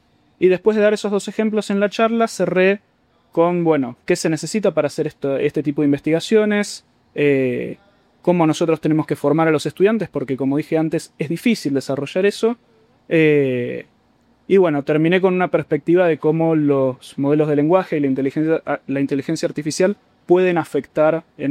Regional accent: Argentina; moved away as an adult; now in United States; Soy originariamente de Argentina.

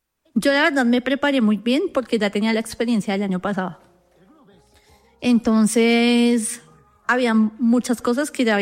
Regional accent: Bogotá, Colombia; yo soy de Suba, pero trabajé muchas cosas en Ingativá.

